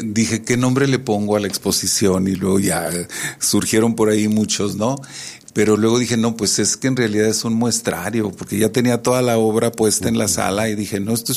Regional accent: Durango, Mexico; also born or lived in Mexico City; yo me fui a la Ciudad de México a los 19 años. Estaba por cumplir los 19 años cuando me fui a vivir allá. Mi incursión en el arte aquí en Durango había sido principalmente en teatro.

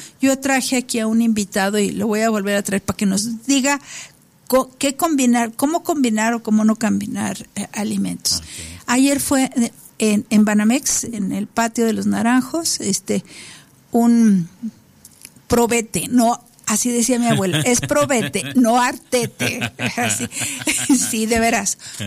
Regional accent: Mexico; born there; los mexicanos que nacimos en esta tierra

